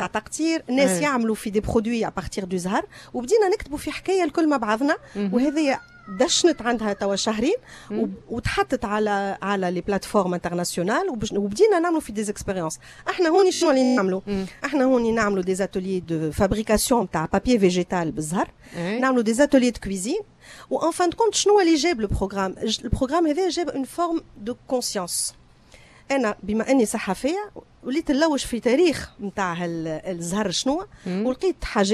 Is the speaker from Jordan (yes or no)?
no; Tunisia; تونس نتاعنا تونس اللي انا في قلبي اللي انا تربيت بها تونس اللي انا فخوره بها نوتر انتيسيتي نوتر كولتور نوتر اي انا تونسيه وفخوره اني تونسيه